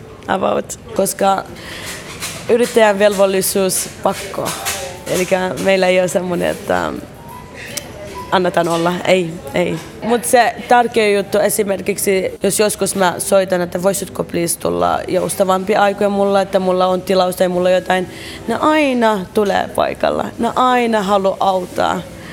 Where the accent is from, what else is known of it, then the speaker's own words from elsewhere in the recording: Baghdad, Baghdad Governorate, Iraq; Finnish is a second language; now in Finland; Mutta ei, mä oon Bagdadista, niin meillä ei yleensä tällainen.